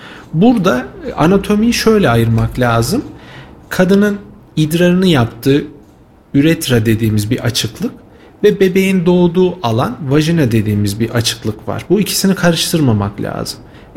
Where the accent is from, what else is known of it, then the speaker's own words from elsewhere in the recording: Kayseri, Turkey; moved away as an adult; Ben aslen Kayserliyim. Üniversite yıllarında Kayseri dışında eğitim alman vesilesiyle dışarıda bir müddet kaldım ve yaklaşık 6 yıldır tekrar memleketim olan Kayseri'de görev yapmaktayım.